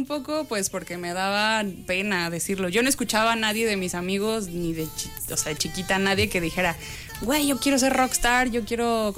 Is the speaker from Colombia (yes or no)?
no; Indonesia; Perdón si lo asusté, es que sí soy de Indonesia.